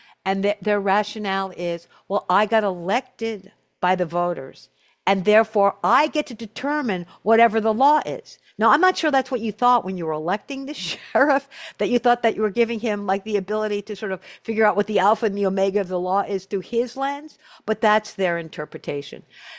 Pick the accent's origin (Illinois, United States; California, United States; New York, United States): New York, United States; Brooklyn; born there; I was born in Bay Ridge. And where I was born in Bay Ridge, and I'm an old lady, so where I was born in Bay Ridge, there were more Norwegians than in Oslo, Norway.